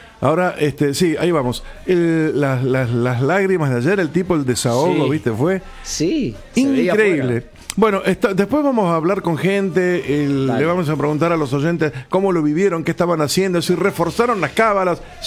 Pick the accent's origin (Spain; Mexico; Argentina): Argentina; Los argentinos siempre estamos perdiendo por goleada